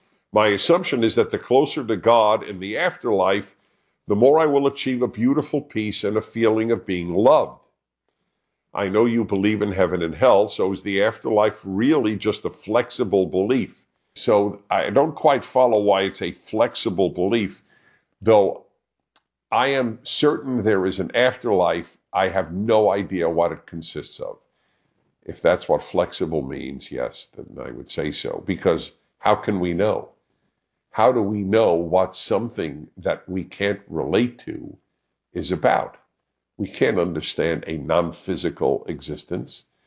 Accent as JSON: {"language": "English", "country": "United States", "said": "I'm an American Jew"}